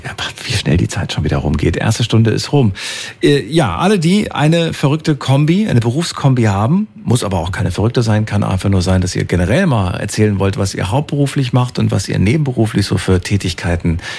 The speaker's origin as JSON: {"language": "German", "town": "Frankfurt", "region": "Hesse", "country": "Germany", "said": "Ja, ich bin ja ein Frankfurter eigentlich."}